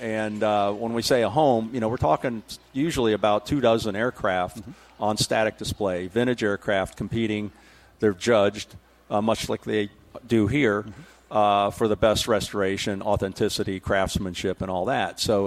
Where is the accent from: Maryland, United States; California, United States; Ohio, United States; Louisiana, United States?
Ohio, United States; Of course, I'm from Ohio, so I'm excited about, you know, spending the week after the air show in wine country.